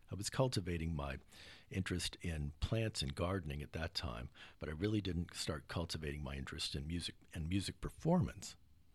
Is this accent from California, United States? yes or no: no; Houston, Texas, United States; born or raised there; also born or lived in San Antonio